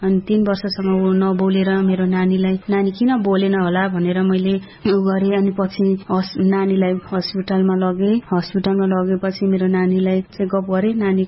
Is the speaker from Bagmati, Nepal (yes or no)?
yes; Sindhupalchok District, Bagmati, Nepal; now in Bhaktapur, Nepal; मेरो घर सिन्धुपाल्चोक जिल्लामा हो, म हाल भक्तपुरमा बस्छु